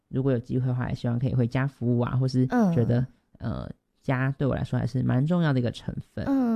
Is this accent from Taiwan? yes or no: yes; Chiayi, Taiwan; moved away as an adult; now in Taipei, Taiwan; 因为现在我是嘉义人，我现在到台北读书